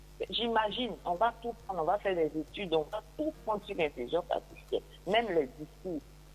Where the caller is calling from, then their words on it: Côte d’Ivoire; chez nous en Côte d'Ivoire